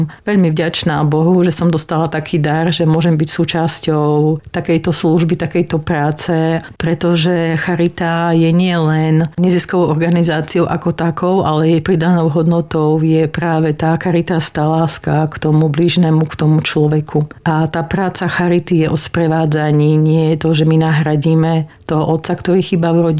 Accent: Kapušany, Prešov Region, Slovakia; naša dedinka sa nachádza pod Kapušanským hradom. Takže vždy sme všetky deti z dediny trávili veľmi veľa času, hlavne v lete na Kapušanskom hrade hore

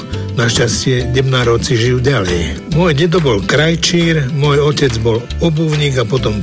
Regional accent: Bratislava, Bratislava Region, Slovakia; born there; Ja napríklad som rodený Bratislavčan a nie som sám.

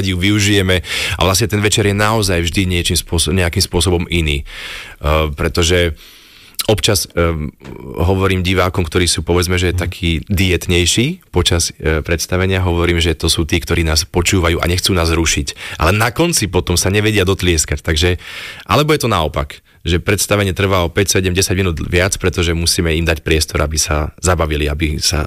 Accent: Žilina Region, Slovakia; Stále je krásna, stále to vlastne kraj, kde nosím istú hrdosť, že pochádzam, že keď sa niekto opýta, alebo že môžem povedať, že som z Oravy, už potom to musím konkrétne povedať, že odkiaľ, ale že som z Oravy je niečo, čo vlastne je také zvláštne DNA a ja som veľmi rád, že som jeho vlastníkom, že naozaj pochádzam odtiaľ.

